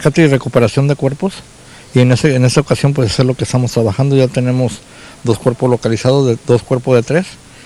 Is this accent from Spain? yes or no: no; Mexico; soy del país de México